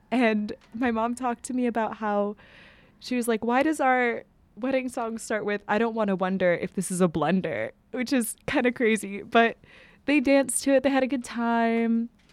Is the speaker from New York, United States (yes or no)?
yes; New York City, New York, United States; I grew up in Astoria, Queens, New York City. I love that neighborhood. We no longer live there anymore. We live in Manhattan, but I will always be a Queens girl.